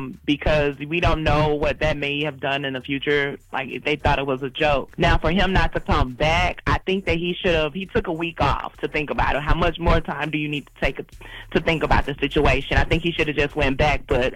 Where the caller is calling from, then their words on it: Atlanta, Georgia, United States; I'm calling from Atlanta, Georgia.